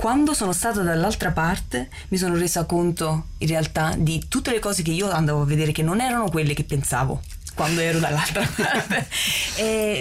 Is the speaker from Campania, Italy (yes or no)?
yes; Naples, Campania, Italy; Vabbè, io sono lenta, diciamo, in quanto napoletana purtroppo è nel mio...